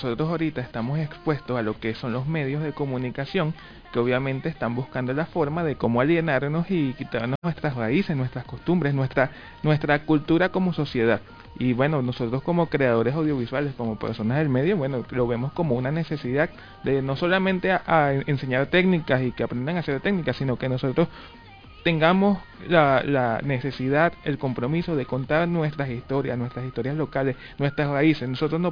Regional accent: Venezuela; somos latinoamericanos, que somos venezolanos

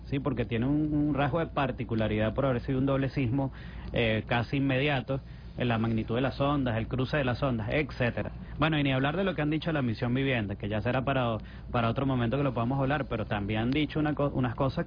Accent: Venezuela; como venezolana, que probablemente estemos en una situación de desbordamiento de los espacios.

